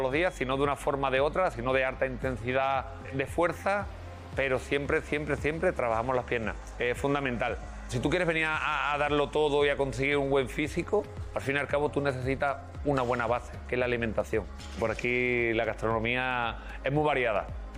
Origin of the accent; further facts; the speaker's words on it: Isla Cristina, Andalusia, Spain; mi pueblo, Isla Cristina.